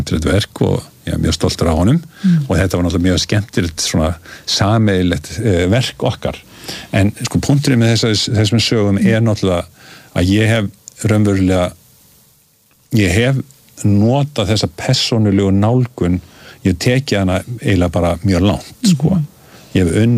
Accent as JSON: {"language": "Icelandic", "country": "United States", "said": "ég kem frá Bandaríkjunum það sem debati var bara hluti af náminu"}